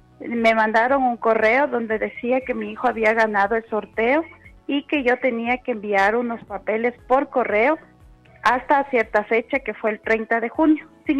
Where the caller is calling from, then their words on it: Quito, Pichincha, Ecuador; Desde el centro de Quito.